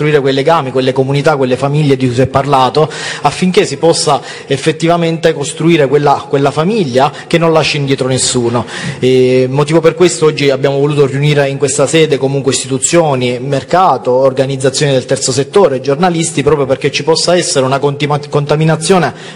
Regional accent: Trapani, Sicily, Italy; io sono della Sicilia, di Trapani

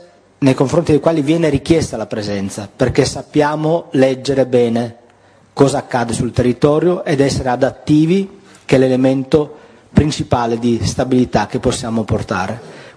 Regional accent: Friuli-Venezia Giulia, Italy; born there; Chi le parla è della provincia di Pordenone

